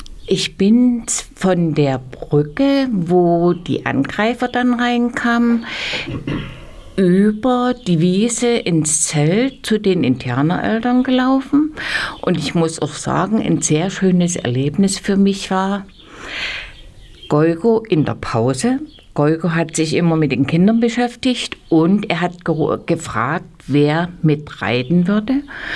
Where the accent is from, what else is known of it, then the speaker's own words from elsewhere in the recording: Ehrenberg, Germany; Ich bin auch geboren in Ehrenberg, bin auch in die Schule gegangen